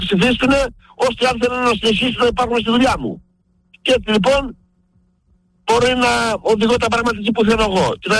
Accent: Greece; εγώ σαν Έλληνας πολίτης

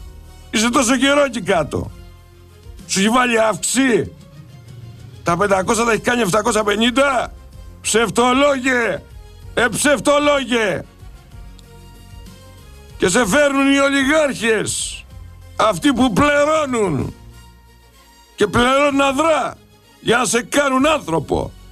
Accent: Mani, Peloponnese, Greece; born or raised there; moved away

